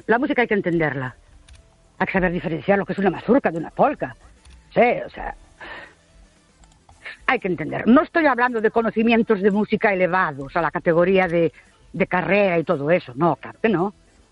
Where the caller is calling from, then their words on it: Ourense, Galicia, Spain; Buenas noches … de Ourense.